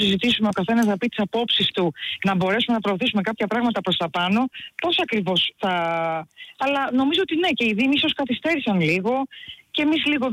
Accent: Kos, South Aegean, Greece; γράφει ΚΟΣ και μετά το όνομά μου. Οπότε νιώθω παραπάνω υπερήφανη για το νησί μου.

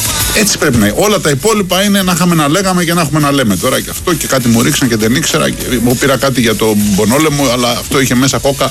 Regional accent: Greece; εμείς ως Έλληνες

